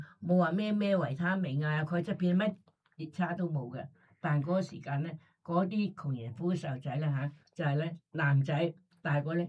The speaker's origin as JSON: {"language": "Cantonese", "country": "Hong Kong", "said": "特别我都系香港嚟嘅。"}